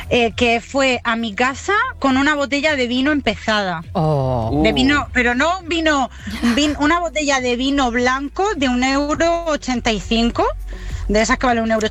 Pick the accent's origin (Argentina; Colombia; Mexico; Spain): Spain; Region of Murcia; now in Granada, Spain; Pero soy murciana.